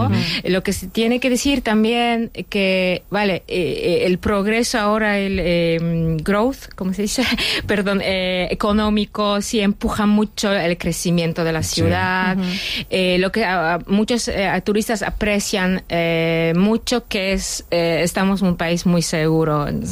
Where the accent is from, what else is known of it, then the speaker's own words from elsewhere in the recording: Kraków, Lesser Poland, Poland; Spanish is a second language; Yo vengo de Cracovia, que es la antigua capital de Polonia, con un castillo renacentista, con muchos edificios renacentistas, el centro es muy histórico